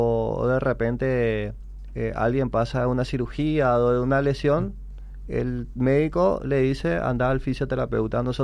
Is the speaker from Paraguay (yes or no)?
yes; Presidente Hayes, Paraguay; Yo que soy de Bajo Chaco, yo que soy de la zona de Falcón